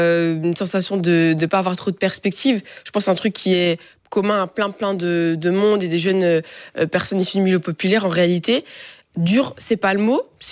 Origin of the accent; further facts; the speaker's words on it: Molenbeek-Saint-Jean, Brussels-Capital Region, Belgium; also born or lived in Tubize; now in Brussels, Belgium; J'ai grandi à Molenbeek, je suis née à Molenbeek, j'ai grandi jusqu'à mes 12 ans. Et puis je suis partie quelques années à Tubize et puis je suis revenue à Bruxelles.